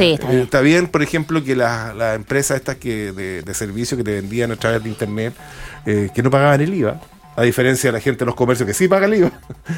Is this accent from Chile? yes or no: yes; Chile; No seríamos chilenos.